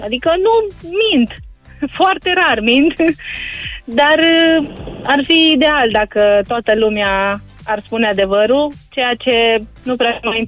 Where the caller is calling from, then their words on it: Arad, Arad County, Romania; sunt din Arad.